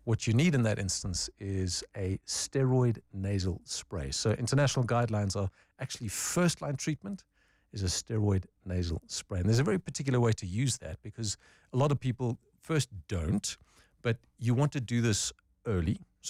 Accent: Pretoria, Gauteng, South Africa; I know, I grew up in Pretoria, man, and jacarandas always meant I got to study now and exams are coming.

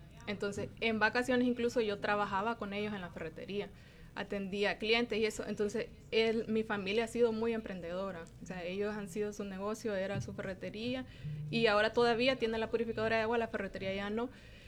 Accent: Colón, Honduras; moved away as an adult; now in Tegucigalpa, Honduras; Colón. Y ya de Colón yo me vine a Tegucigalpa a estudiar la universidad. Entonces yo ahora digo, soy más de Tegus porque yo me vine en el 2006 a estudiar.

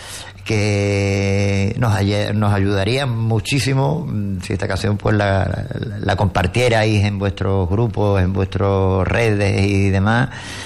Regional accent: Lepe, Andalusia, Spain

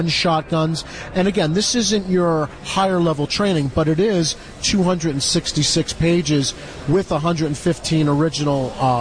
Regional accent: New Jersey, United States; I'm from New Jersey, which is behind enemy lines.

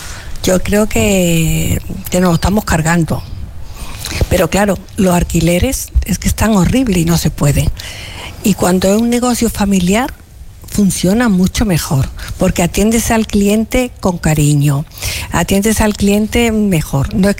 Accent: Málaga, Andalusia, Spain; yo como malagueña, yo voy a comprar a sitios malagueños, aunque me pille más lejos, me da igual, porque creo que tenemos que luchar por nuestra Málaga

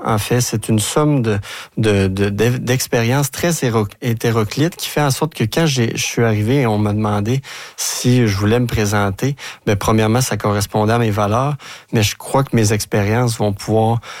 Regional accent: Quebec, Canada; moved away; Je viens de la Gaspésie.

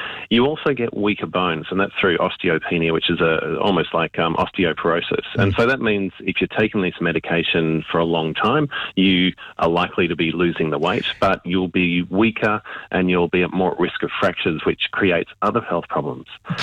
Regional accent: Canberra, Australian Capital Territory, Australia; I'm old enough to remember Life Be In It when I was growing up in Canberra.

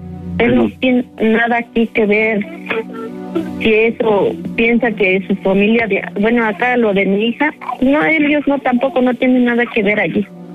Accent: Hidalgo, Mexico; Soy de Hidalgo.

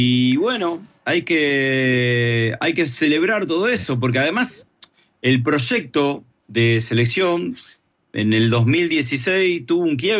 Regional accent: Argentina; Yo, la verdad que soy argentino.

